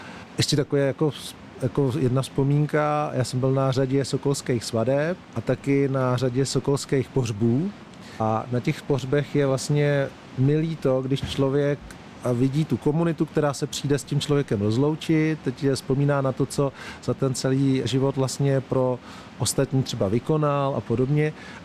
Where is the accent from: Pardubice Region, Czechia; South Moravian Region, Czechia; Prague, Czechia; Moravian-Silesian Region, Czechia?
Prague, Czechia; born there; já jsem z Libně, z Prahy